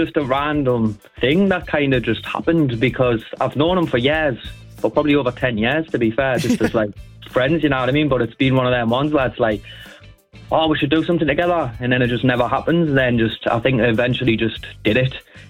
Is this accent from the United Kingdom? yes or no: yes; Ashington, North East England, United Kingdom; I'm from Ashington, Northumberland